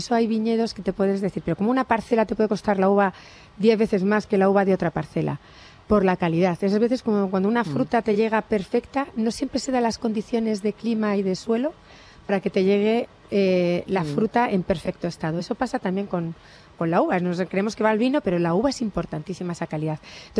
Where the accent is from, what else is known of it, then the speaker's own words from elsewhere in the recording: Madrid, Community of Madrid, Spain; yo primero es que soy madrileña.